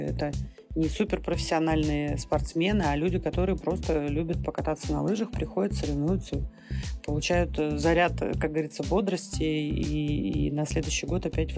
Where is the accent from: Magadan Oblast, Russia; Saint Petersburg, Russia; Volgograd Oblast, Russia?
Magadan Oblast, Russia; Magadan; я уроженка города Магадана. Очень всегда снежным, вьюжным, какие-то всегда метели, ветра.